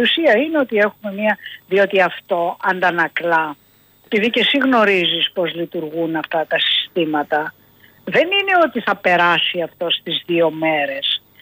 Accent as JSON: {"language": "Greek", "country": "Greece"}